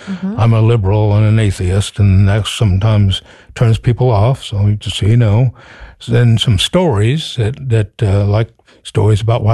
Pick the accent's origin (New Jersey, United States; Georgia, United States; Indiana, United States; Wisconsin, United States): Indiana, United States; Connersville; I grew up in Connersville, and, mm-hmm.